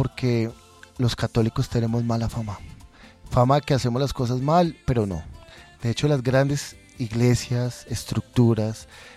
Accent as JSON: {"language": "Spanish", "country": "Colombia", "said": "Yo me identifico siendo católico, como me identifico siendo colombiano. Cuando yo voy al exterior, ¿tú de dónde eres? Pues yo soy colombiano."}